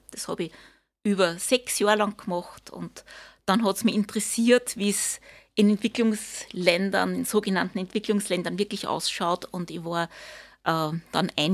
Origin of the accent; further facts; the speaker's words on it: Vienna, Austria; moved away as an adult; now in Linz, Austria; aufgewachsen bin ich in Wien. Ich bin dort, also bis ungefähr zum 30. Lebensjahr habe ich eigentlich in Wien gelebt, habe dort studiert